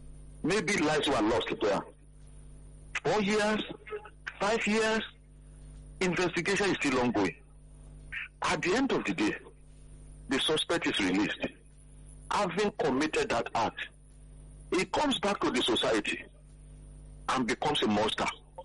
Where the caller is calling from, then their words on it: Ikeja, Lagos, Nigeria; I'm calling from Ifeja.